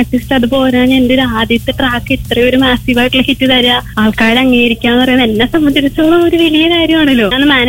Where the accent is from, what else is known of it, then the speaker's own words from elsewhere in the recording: Kanjoor, Kerala, India; നാട്ടിലെ കൊച്ചിയാണ്, പക്ഷെ എന്റെ വീട് കാലടി അടുത്ത് കാഞ്ഞൂരാണ്, കാഞ്ഞൂർ പറപ്പുറം.